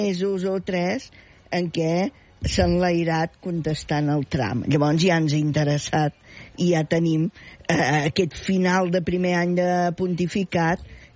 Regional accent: Reus, Catalonia, Spain; jo sóc de Reus.

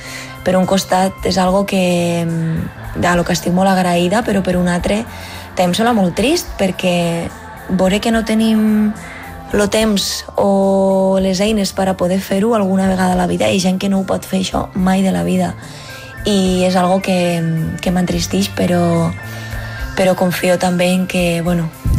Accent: Amposta, Catalonia, Spain; El juliol, el dia 18, tocaré el Festival Eufònic a Amposta, al meu poble, que em fa molta, molta, molta, moltíssima il·lusió.

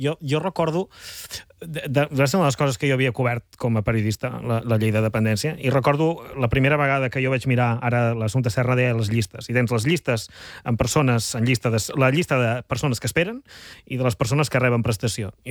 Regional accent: Andorra; now in Spain; Jo sóc el contrari dels youtubers, jo sóc andorrà, però tributo aquí.

